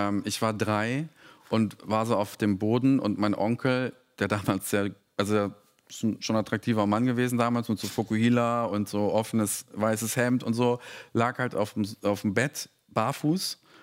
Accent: Serbia; German is a second language; ich komme aus Serbien. Wir sind sehr konservativ

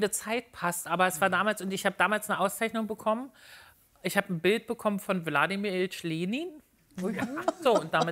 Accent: Berlin, Germany; ich muss gleich raus und ich komme aus Berlin.

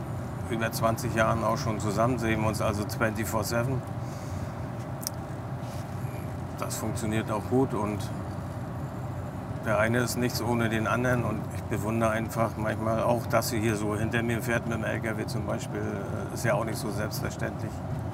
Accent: Germany; wir kommen ja beide aus Sassen, hatte ich schon erwähnt, sind auch zur gleichen Schule gegangen.

